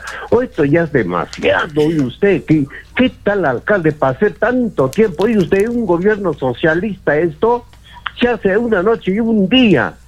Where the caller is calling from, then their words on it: Cerro Colorado, Arequipa, Peru; Ahora le hablo de Cerro Colorado, del kilómetro 6.